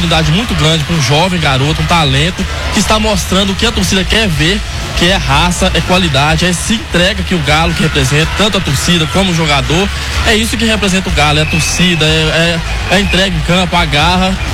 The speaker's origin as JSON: {"language": "Portuguese", "town": "Contagem", "region": "Minas Gerais", "country": "Brazil", "said": "Eu sou aqui de Contagem mesmo."}